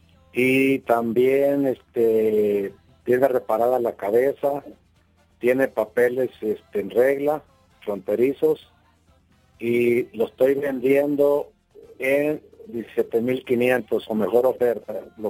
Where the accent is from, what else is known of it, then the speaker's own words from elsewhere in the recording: Tepechitlán, Zacatecas, Mexico; also born or lived in Ensenada; pues yo estoy aquí, ahí estoy en Zacatecas, en Tecuchitlán, en mi tierra.